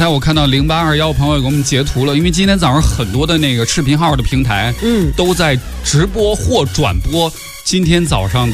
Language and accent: Chinese; China; 作为一个中国人